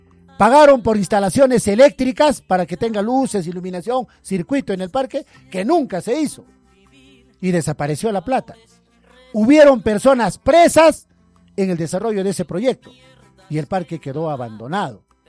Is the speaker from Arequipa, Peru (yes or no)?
no; Chilca, Junín, Peru; yo estudié mi primaria ahí porque yo nací en Chilca, yo vivo en Chilca, ese es mi barrio.